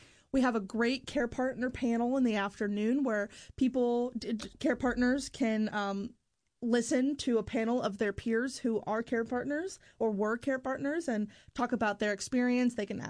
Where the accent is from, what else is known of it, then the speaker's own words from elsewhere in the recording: Boone, Iowa, United States; I grew up in Iowa, and I went to Boone High School. Lived in Boone, yeah.